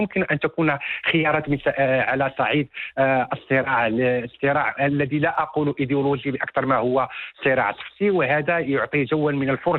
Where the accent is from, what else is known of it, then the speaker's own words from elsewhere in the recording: Morocco; أجمعنا عليه كمغاربة